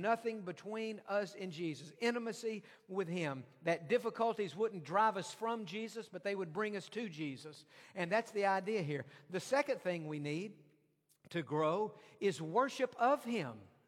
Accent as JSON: {"language": "English", "region": "Texas", "country": "United States", "tie": "born or raised there", "said": "I guess it's because I grew up in East Texas"}